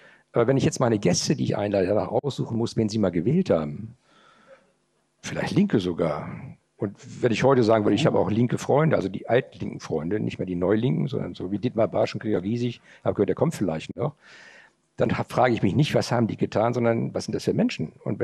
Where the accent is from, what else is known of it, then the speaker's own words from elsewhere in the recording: Northern Germany, Germany; Ich bin auch Norddeutscher, sage ich bewusst